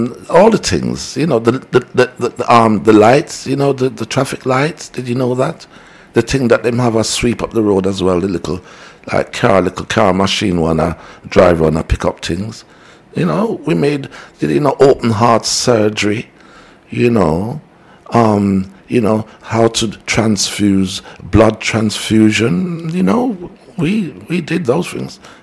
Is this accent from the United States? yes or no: no; Jamaica; yeah, I'm Jamaican